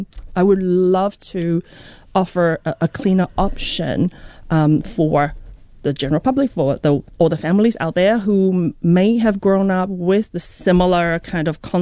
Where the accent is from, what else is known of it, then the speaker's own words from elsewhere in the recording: Taipei, Taiwan; now in Auckland, New Zealand; Growing up in Taipei.